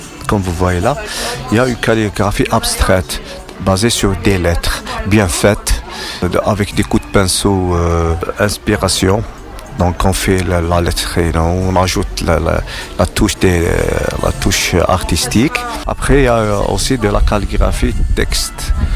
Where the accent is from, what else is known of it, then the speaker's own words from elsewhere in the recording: Algiers, Algiers Province, Algeria; je suis d'Alger, je représente l'Algérie.